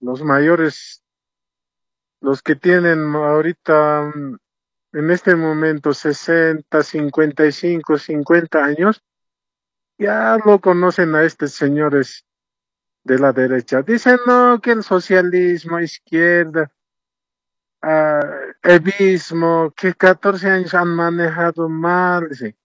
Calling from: El Alto, La Paz, Bolivia; Estoy llamando desde la ciudad del Alto.

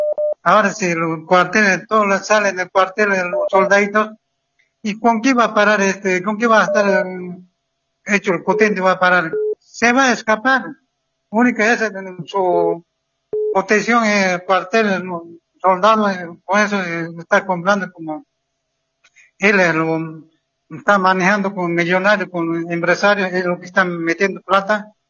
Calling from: Santa Cruz de la Sierra, Santa Cruz, Bolivia; de Santa Cruz.

